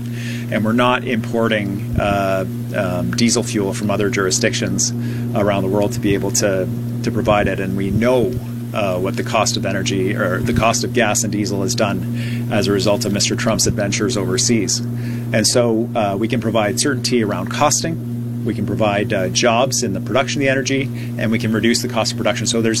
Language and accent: English; British Columbia, Canada; significant in terms of the economic impact for Americans and for Canadians, and we benefit from it as British Columbians.